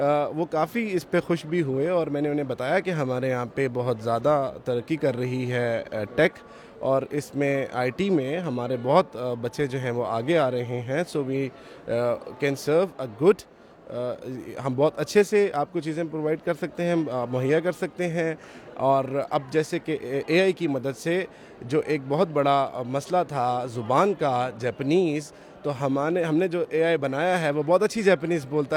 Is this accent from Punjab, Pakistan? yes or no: yes; Lahore, Punjab, Pakistan; اور ہم لاہور سے آئے ہیں۔